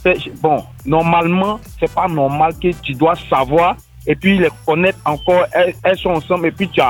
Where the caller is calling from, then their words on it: Abidjan, Côte d’Ivoire; J'habite à Yopougon.